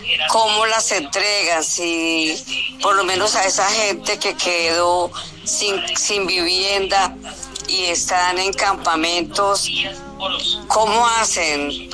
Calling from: Cali, Valle del Cauca, Colombia; los escucho desde Cali

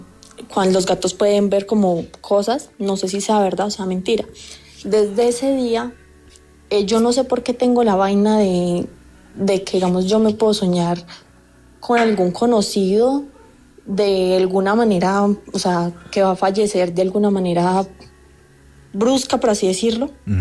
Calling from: Suesca, Cundinamarca, Colombia; Desde Suesca, Cundinamarca.

